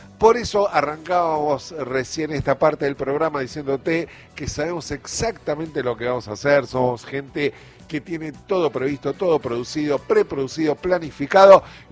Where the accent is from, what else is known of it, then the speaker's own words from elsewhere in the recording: Buenos Aires, Argentina; moved away as an adult; also born or lived in Uruguay; now in Chascomús, Argentina; Nací en una clínica que quedaba en Recoleta como corresponde, pero yo vivía en Paternal.